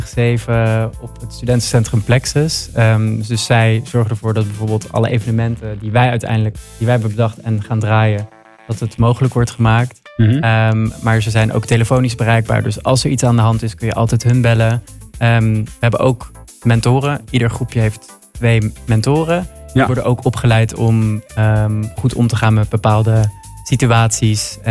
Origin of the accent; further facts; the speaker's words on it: Leiden, South Holland, Netherlands; moved away; Ik kom wel uit Leiden. Mijn familie komt hier ook vandaan. Ik heb er niet altijd gewoond, maar ik ben nu weer terug.